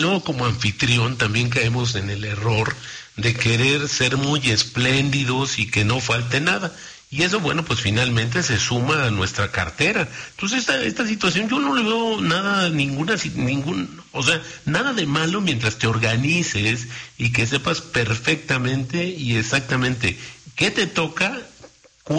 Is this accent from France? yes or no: no; Mexico